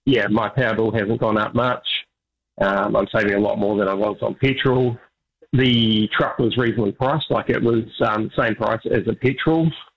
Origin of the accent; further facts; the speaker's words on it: British Columbia, Canada; I'm from the West Coast originally, and in British Columbia, it's sort of a similar quiet climate.